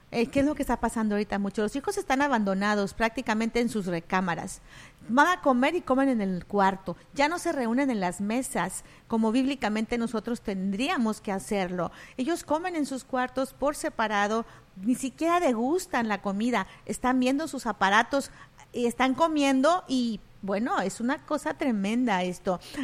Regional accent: Mexico; yo soy mexicana

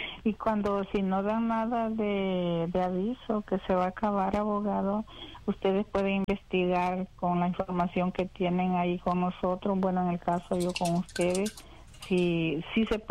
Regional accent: El Salvador; Soy de Salvador, con lo del TPS.

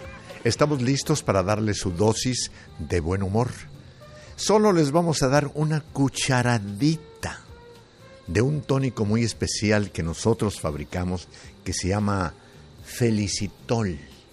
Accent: Tlaltenango, Zacatecas, Mexico; now in Los Angeles, United States; si alguno de por allá de Tlaltenango sabe por qué le dicen Chinches Bravas a mi pueblo

